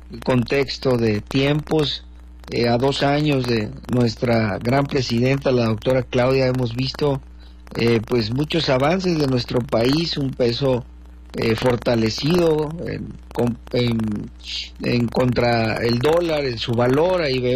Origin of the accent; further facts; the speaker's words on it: Acapulco, Guerrero, Mexico; como buenos mexicanos, como buenos guerrerenses, como buenos acapulqueños.